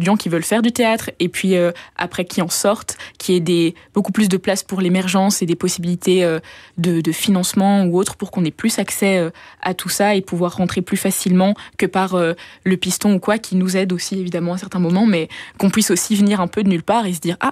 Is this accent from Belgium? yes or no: yes; La Louvière, Wallonia, Belgium; je viens de la Louvière et à la Louvière, on n'a pas toutes les opportunités, par exemple, qu'on a à la capitale pour ne serait-ce que faire du théâtre.